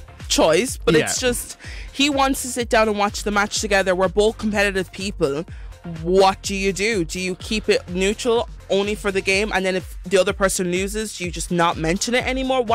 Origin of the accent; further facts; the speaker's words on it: Cork, Munster, Ireland; I'm from Cork.